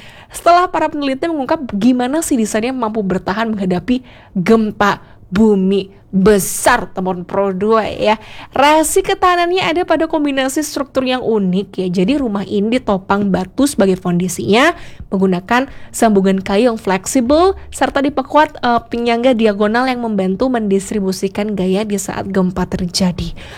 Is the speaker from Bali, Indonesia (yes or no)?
yes; Bali, Indonesia; kita orang Bali begitu ya, syarat akan budaya, syarat akan tradisi